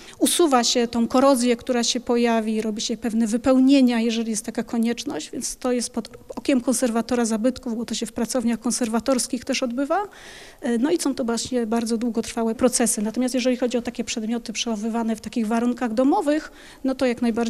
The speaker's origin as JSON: {"language": "Polish", "town": "Gliwice", "region": "Silesian Voivodeship", "country": "Poland"}